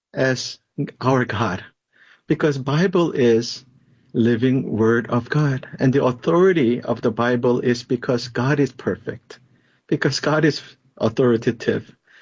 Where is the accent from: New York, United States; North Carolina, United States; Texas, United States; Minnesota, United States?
New York, United States; New York City; born there; also born or lived in South Korea / Baltimore / Vancouver; now in Hillsdale, New Jersey, United States; Yeah, so I was born in South Korea. And we immigrated when I was about eight, to New York City. So I grew up in New York City. I did my studies in Baltimore for my undergrad, and I did my master's in Vancouver.